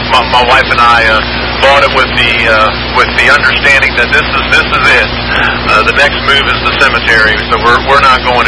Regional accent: the South, United States; moved away; Yeah, I'm born and raised in the South, but when I moved here

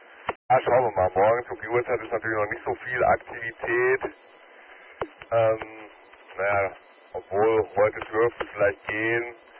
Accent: North Rhine-Westphalia, Germany; ich komme ja wie gesagt aus der Nähe von Witten, wird jetzt wahrscheinlich nicht unbedingt ein Begriff sein. Das ist zwischen Bochum, Hagen und Dortmund.

